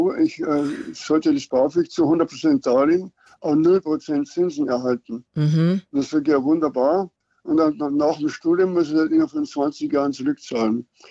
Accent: Bavaria, Germany; der war noch etwas anständiger als ich als Niederbayer

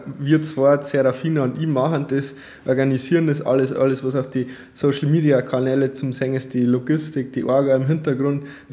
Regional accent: Menkofen, Bavaria, Germany; ich komme aus Bayern, bin in Bayern aufgewachsen, bin da verwurzelt

